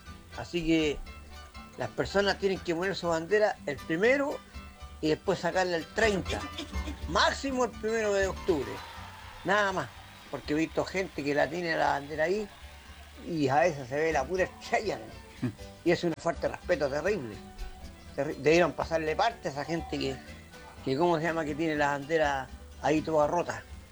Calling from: Valparaíso, Chile; Acá de Valparaíso

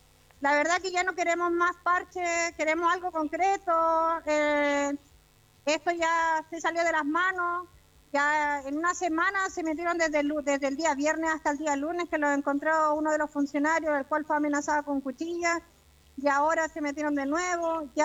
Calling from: Villa Alemana, Valparaíso, Chile; soy la única representante de acá de Villa Alemana

